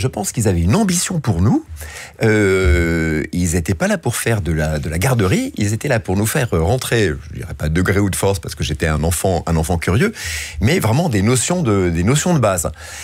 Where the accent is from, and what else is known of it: Biarritz, Nouvelle-Aquitaine, France; born there